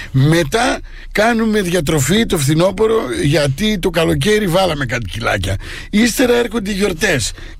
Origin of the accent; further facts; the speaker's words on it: Thessaloniki, Central Macedonia, Greece; Έχεις καμιά σχέση με την πόλη μου, τη Θεσσαλονίκη?